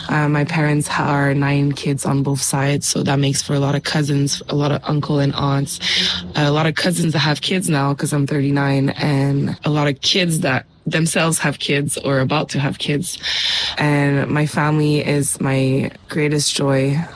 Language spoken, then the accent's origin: English; Mauritius; I'm from Mauritius